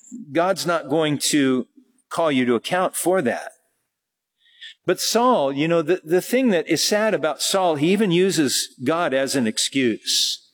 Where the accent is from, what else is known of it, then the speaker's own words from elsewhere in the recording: Germany; I'm from Germany in the Autobahn.